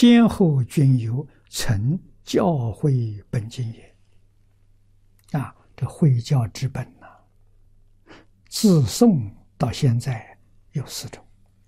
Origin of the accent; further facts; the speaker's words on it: Anhui, China; 王老居士是一位学者，书城人，啊，跟我也算同乡。书城距离我们的老家华黎50里，现在25公里，很近的地方。